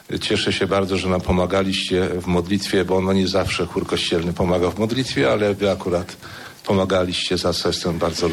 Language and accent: Polish; Tarnów, Lesser Poland, Poland; kobieta, która wywodziła się z rodziny, która założyła moje rodzinne miasto Tarnów